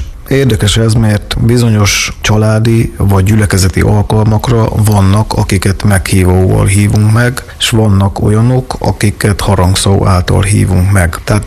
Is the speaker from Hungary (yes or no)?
yes; Szabolcs-Szatmár-Bereg, Hungary; én tényleg tőzsgyökeres szatmári vagyok